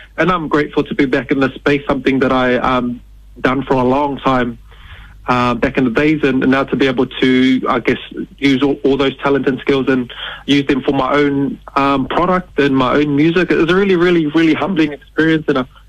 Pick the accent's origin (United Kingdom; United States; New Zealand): New Zealand; Wellington; born and raised in Wellington. And like Joel said, I've got a new single called … which comes out next Friday. And I was living in the far, far north with my beautiful family